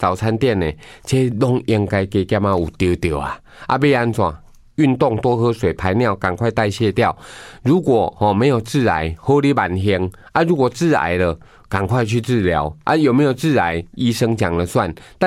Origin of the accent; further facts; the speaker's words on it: Taiwan; 可见影响我们台湾人的这个食安问题有多严重。